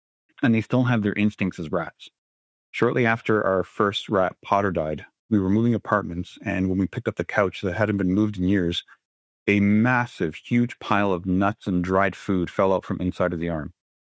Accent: Canada; I am Canadian, living in Canada.

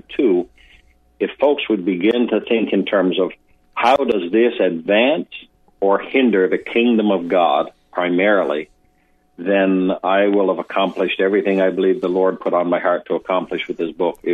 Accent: Canada; you're an American and I'm a Canadian.

